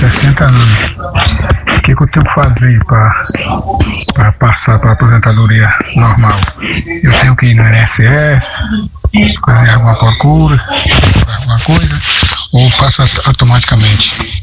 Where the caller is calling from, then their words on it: Taquari, Brazil; eu sou aqui de Taquari, desde aqui de Taquari, e aí eu sou aposentado por vários meses, mas eu completei já 60 anos.